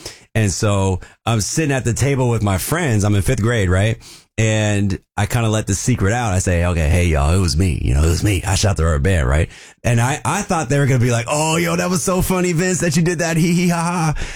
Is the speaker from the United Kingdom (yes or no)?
no; Vancouver, Washington, United States; So I grew up in Vancouver, Washington.